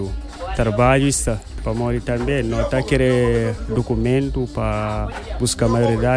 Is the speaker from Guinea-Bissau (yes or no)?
yes; Guinea-Bissau; now in Cape Verde; Saí de Guiné-Bissau, vou fazer ali um ano.